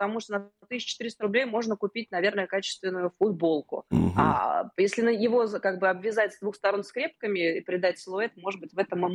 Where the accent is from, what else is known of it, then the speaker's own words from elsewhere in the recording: Saint Petersburg, Russia; Я вот из Петербурга родом